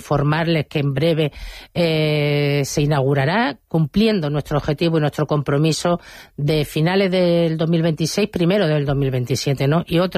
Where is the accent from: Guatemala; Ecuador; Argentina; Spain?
Spain; Linares, Andalusia; soy de Linares